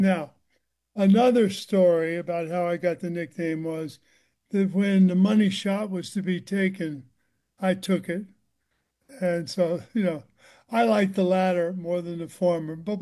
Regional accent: Missouri, United States; moved away as an adult; also born or lived in New Jersey; growing up in small town Missouri was a gift in a way, and it encouraged me to set high goals. I think that the Midwest was, it was faith-based

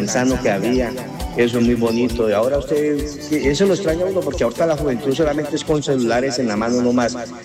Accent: Colombia; cuando yo me crié en el Alfonso López

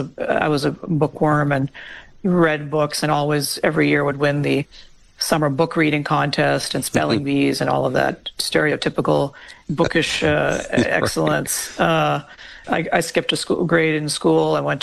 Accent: Deep South, United States; I grew up in the Deep South, and it's a very different place than when I moved there.

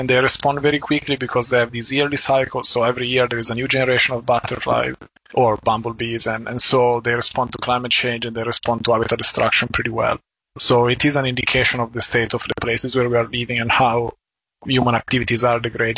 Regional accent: Italy; now in Canada; I mean, for me, I came from Italy, and the boreal forest is such a wild place, and for us in Europe we don't have that perception of space and nature in such a large scale.

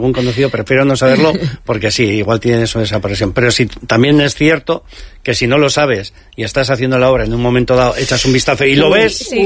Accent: Errenteria, Basque Country, Spain; born there; also born or lived in San Sebastián; Yo nací en el barrio de Gros y tengo mucho vínculo con Donosti, porque al final soy vecino de Rentería, estamos a 15 minutos de Topo

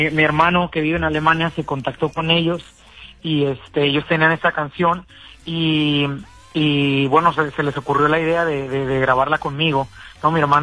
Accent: Mexico; moved away; yo cuando vivía en México

